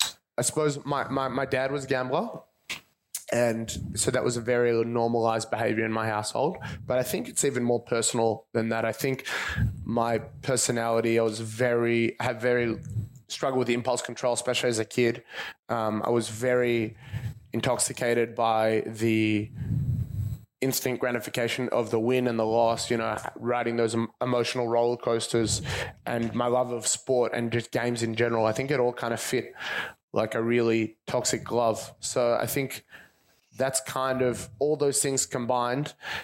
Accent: Caulfield, Victoria, Australia; I grew up just around here. I grew up in Caulfield. I actually spent a couple of years at Malvern Central Primary School just across the road. Australian born and bred, Victorian born and bred all my life.

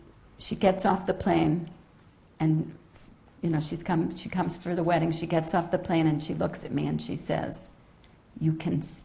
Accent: Long Island, New York, United States; moved away as an adult; also born or lived in Silver Spring, Maryland; now in Israel; I grew up on Long Island. I went to a public school. My elementary school was all Jewish.

